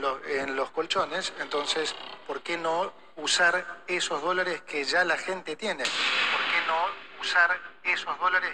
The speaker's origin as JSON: {"language": "Spanish", "country": "Argentina", "said": "nosotros como argentinos también tenemos que tener esa responsabilidad social"}